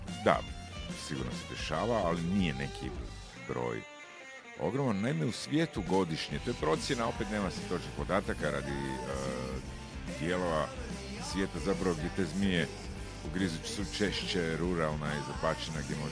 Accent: Croatia

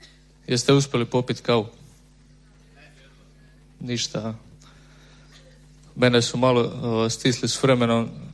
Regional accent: Runović, Split-Dalmatia County, Croatia; now in Imotski, Croatia; dolazim iz Runovića, to je mala općina pored Imotskoga, trenutno živim i djelujemo kao zajednica na području baš grada Imotskoga.

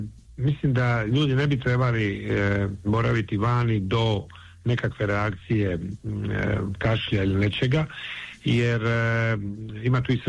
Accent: Split, Split-Dalmatia County, Croatia; ja dolazim iz Splita

